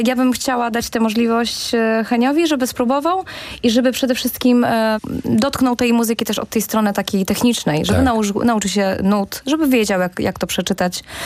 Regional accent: Warmian-Masurian Voivodeship, Poland

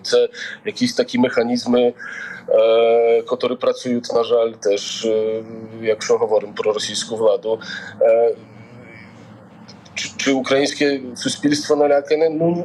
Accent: Poland; moved away as an adult; also born or lived in Ukraine; я не мав ніколи в Україні проблем з тим, що я з Польщі, що я маю мікрофон польського радіа, тому що в мене польські номери, що я поляк.

